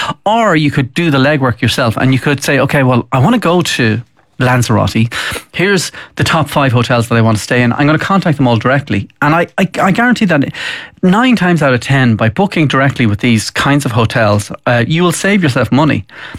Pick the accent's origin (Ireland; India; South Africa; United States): Ireland; as maybe as Irish people, we instinctively don't trust the pickers in Tesco's, Dunnes.